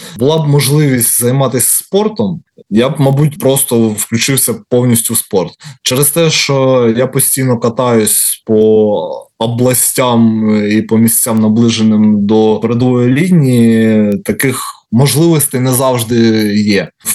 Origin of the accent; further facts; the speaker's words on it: Kharkiv, Kharkiv Oblast, Ukraine; Я з Харкова